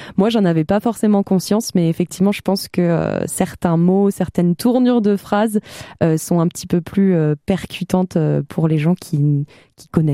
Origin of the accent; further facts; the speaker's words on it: Grand Est, France; moved away as an adult; also born or lived in Toulouse; je suis partie donc à Toulouse parce que j'ai grandi en Alsace. Je suis pas originaire de Toulouse.